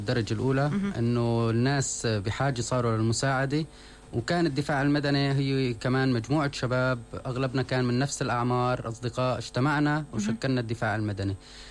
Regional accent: Syria; نحن كسوريين

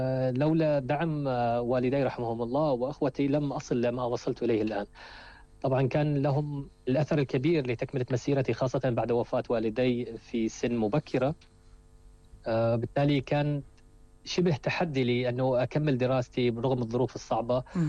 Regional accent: Bosra, Daraa Governorate, Syria; moved away; السفر لمدينتي درعا بصرة الشام

